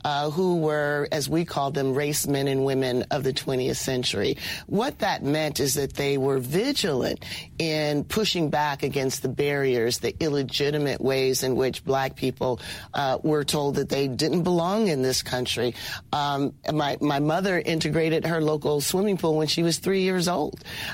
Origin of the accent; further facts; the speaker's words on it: Canton, Ohio, United States; born or raised there